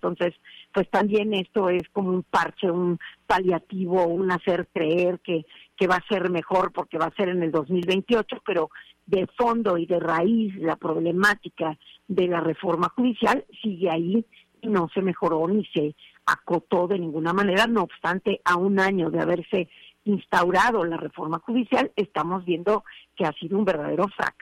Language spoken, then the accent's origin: Spanish; Mexico; estamos en la mejor disposición de trabajar por nuestro México